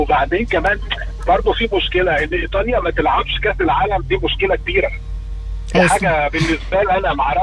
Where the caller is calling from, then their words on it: Egypt; أنا واحد مصري